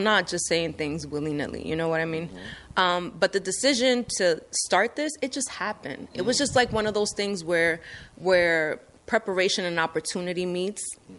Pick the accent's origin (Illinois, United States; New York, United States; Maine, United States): New York, United States; New York City; but I was born and raised in New York between the Bronx and Dyckman.